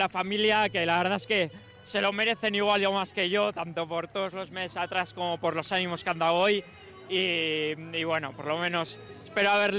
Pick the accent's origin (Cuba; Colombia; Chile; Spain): Spain; Basque Country; Increíble, la verdad, esto último del primer vasco no era algo ni que me hubiera planteado que pudiera conseguir.